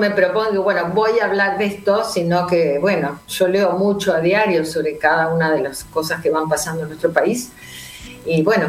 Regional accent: Ingeniero Maschwitz, Buenos Aires Province, Argentina; estoy en Olivo, cuidando a mi madre, entre otras cosas, y también dando clases, pero soy del partido de Escobar.

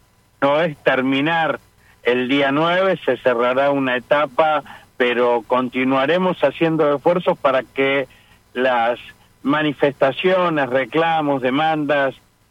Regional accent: Argentina

